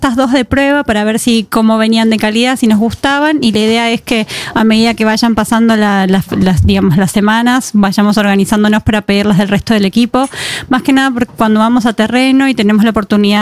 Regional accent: Argentina; moved away; para nosotros en Argentina

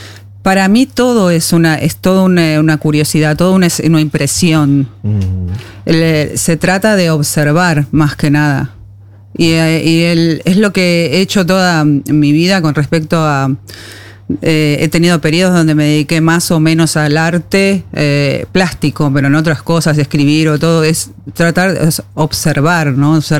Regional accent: Montevideo, Uruguay; moved away as an adult; now in Norway; yo crecí en Uruguay, nací y crecí en Uruguay, me mudé a Noruega a los 29 años, 28, 29, o sea, la mayor parte de mi vida la viví allí.

